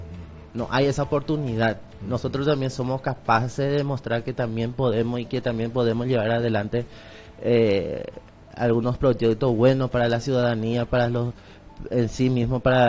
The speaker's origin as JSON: {"language": "Spanish", "region": "Concepción", "country": "Paraguay", "tie": "born or raised there", "moved": "as an adult", "lives_now": "Pedro Juan Caballero, Paraguay", "said": "En la realidad, yo soy de la colonia Ahuillepeajú, distrito de Ullau."}